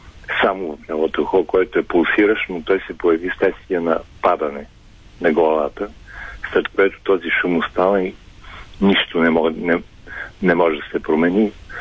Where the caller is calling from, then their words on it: Sofia, Sofia City, Bulgaria; съм от София.